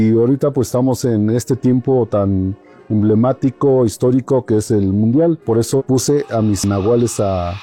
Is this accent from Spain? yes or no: no; Oaxaca, Mexico; first language Mazatec; Spanish is a second language; un saludo en mi lengua materna, que es la lengua mazateca del estado de Oaxaca, principalmente en la Sierra Mazateca.